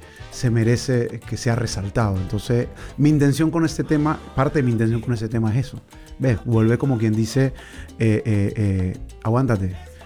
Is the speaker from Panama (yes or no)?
yes; Panama; yo quiero decirle precisamente al mundo que soy de Panamá.